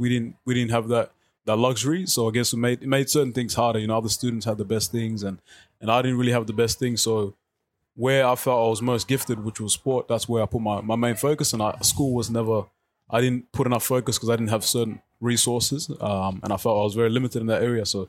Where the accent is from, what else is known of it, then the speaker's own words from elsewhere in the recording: Melton, Victoria, Australia; So I grew up in Melton, low SES community. I went to Stourdon College, that's where I graduated, school in Melton South. Grew up in a pretty large family, I think about nine of us.